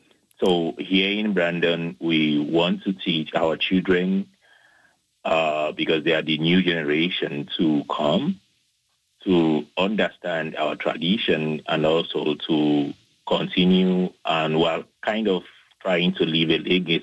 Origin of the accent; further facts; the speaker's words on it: Nigeria; Exactly, I do have a whole lot of memories.